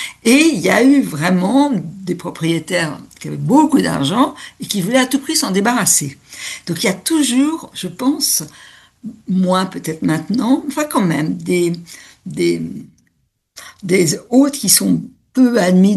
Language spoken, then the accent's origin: French; Paris, Île-de-France, France; une fille de la rive gauche, mais aussi enfin, de la campagne, parce qu'il y a, dans mon enfance, j'étais beaucoup à Grosroux, qui est pas loin de Montfort-l'Amaury